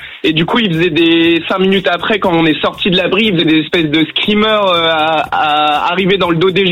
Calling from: Brest, Brittany, France; Moi, je viens de Brest, en Bretagne.

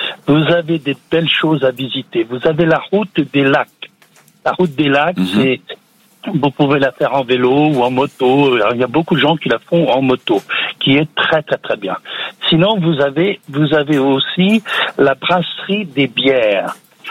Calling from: Neuilly-sur-Eure, Normandy, France; J'habite à Neuilly-sur-Eure. On est un petit village qui est sympa comme tout.

